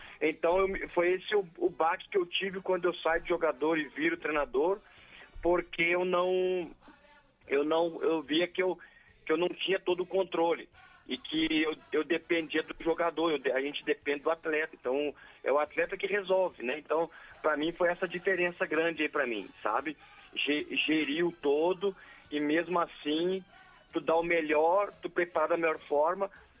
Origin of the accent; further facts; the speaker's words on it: Rio Grande do Sul, Brazil; moved away; Então, eu saí do Sul, né? Saí do Rio Grande do Sul, fiz pouco tempo de base no Grêmio. Depois eu fui jogar pelos times do interior do Rio Grande do Sul